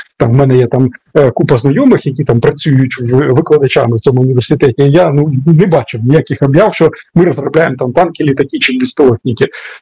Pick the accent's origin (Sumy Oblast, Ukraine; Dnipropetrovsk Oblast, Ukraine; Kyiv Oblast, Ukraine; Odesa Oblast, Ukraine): Sumy Oblast, Ukraine; моя рідна Сумщина